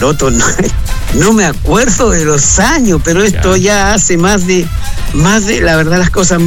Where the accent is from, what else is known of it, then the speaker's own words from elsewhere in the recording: Tomé, Biobío, Chile; yo soy tomecino, nacido y criado en Tomé